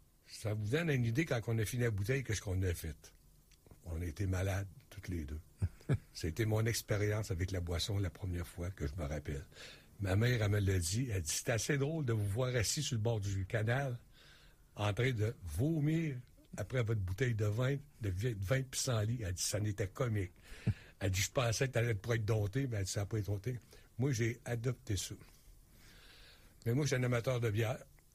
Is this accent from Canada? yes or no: yes; Quebec City, Quebec, Canada; born there; also born or lived in Loretteville; Moi, j'étais un petit gars de Leroyville. Pendant 9 ans de temps, j'ai resté à Leroyville, puis à 9 ans, mes parents ont acheté une maison à Val-Balaire. Puis j'ai passé ma vie à Val-Balaire, puis je reste encore à Val-Balaire.